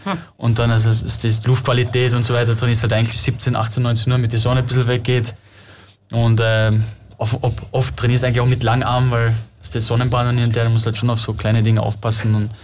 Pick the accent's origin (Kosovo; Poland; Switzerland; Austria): Kosovo; moved away; also ich spreche jetzt, sagen wir so fließend Albanisch, komme aus dem Kosovo, ja. Deutsch und Englisch. Das ist einmal fließend.